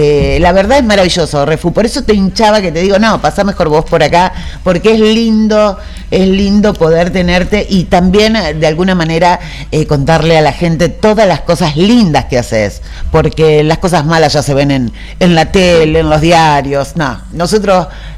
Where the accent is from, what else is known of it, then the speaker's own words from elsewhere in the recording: Arocena, Santa Fe, Argentina; también tenemos gente de Arocena, de mi pueblo, claro.